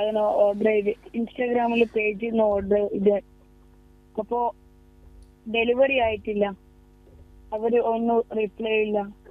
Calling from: Kerala, India; ഇത് തൃക്കരിപുരം

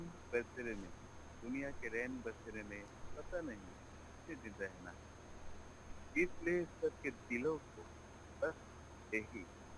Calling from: Assam, India; मेरा गांव का नाम है राम कृष्ण नगर, भूमि आसाम से तालुका।

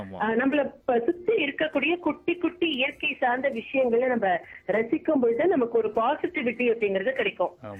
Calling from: Katpadi, Tamil Nadu, India; நான் வேலூர் மாவட்டம் கட்பாடியிலிருந்து

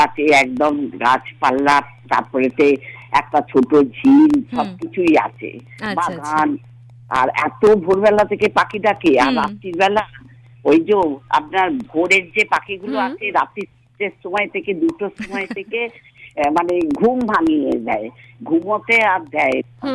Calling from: Dankuni, West Bengal, India; আমার বাড়িটা ঠিক এইরকম একটা গ্রামের মধ্যে

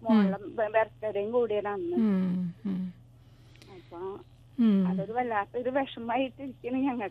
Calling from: Kodungallur, Kerala, India; ഞാൻ പുല്ലൂത്ത് നിന്ന് വിളിക്കുന്നത്, കൊടുങ്ങല്ലൂര് പുല്ലൂത്ത്.

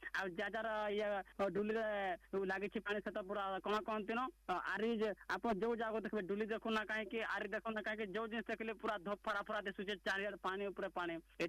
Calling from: Odisha, India; ମୁଁ ଆପଣଙ୍କର ଅତି ପରିଚିତ ଶ୍ରୋତା … କହୁଛି, ଗ୍ରାମ ତାଲକା ଜିଲ୍ଲା ବଲାଙ୍ଗୀର।

